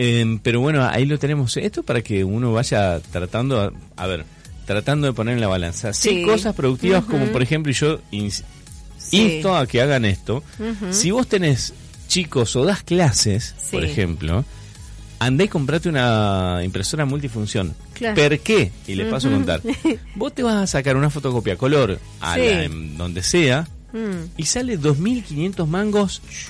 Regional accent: Argentina; como argentino que soy

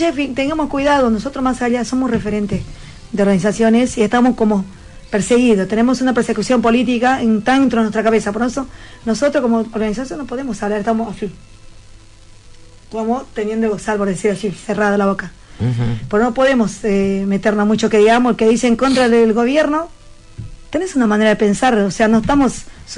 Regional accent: Bolivia; now in Argentina

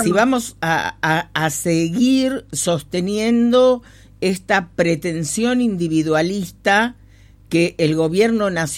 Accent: Ushuaia, Tierra del Fuego, Argentina; nadie se identifica con nada de lo mal que estamos siendo fueguinos. ¿Qué pasa? Esos lugares, ¿por qué no se logran abrazar? Porque ya no nos importa nuestra gran casa que es Ushuaia.

